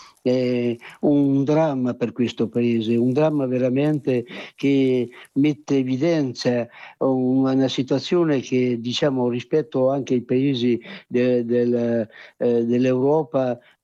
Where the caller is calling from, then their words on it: Senigallia, Marche, Italy; Il mio paese è Montignano, è a pochi chilometri dal centro di...